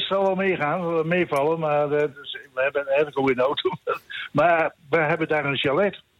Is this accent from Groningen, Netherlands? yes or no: no; Almelo, Overijssel, Netherlands; born there; now in Vroomshoop, Netherlands; Ik kom uit, oorspronkelijk ben ik geboren in Almelo, maar ik woon in Vroomshoop.